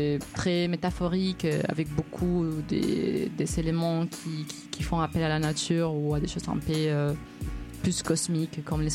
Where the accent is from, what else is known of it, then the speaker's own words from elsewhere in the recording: Spain; moved away; il y a certaines personnes comme moi en tant qu'Espagnol